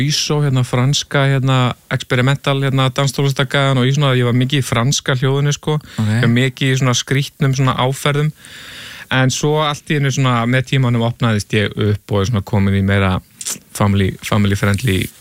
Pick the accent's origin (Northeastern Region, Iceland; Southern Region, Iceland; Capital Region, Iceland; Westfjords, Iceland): Capital Region, Iceland; Reykjavík; Ég er úr Vesturbæ, Reykjavíkur.